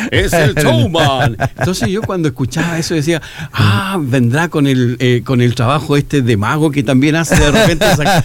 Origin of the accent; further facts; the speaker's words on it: Valparaíso, Chile; para quienes somos porteños, ya hemos estado, y yo he salido de ahí